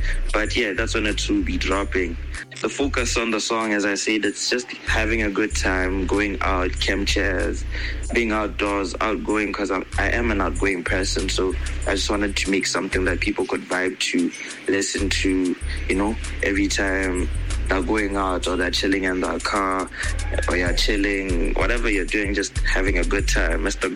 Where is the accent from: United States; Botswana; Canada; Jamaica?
Botswana; I was born and raised in Botswana, but my parents are both Zimbabweans.